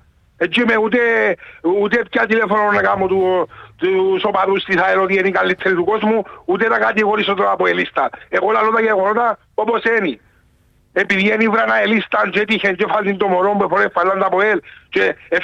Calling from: Larnaca, Larnaca District, Cyprus; είμαι που τη Λάθλακα.

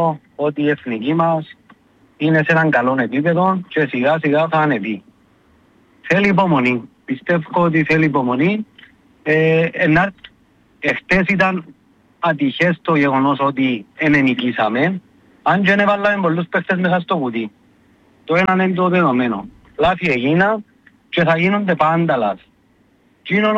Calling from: Cyprus

